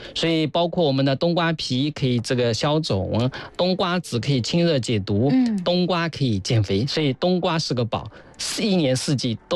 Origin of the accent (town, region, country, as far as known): China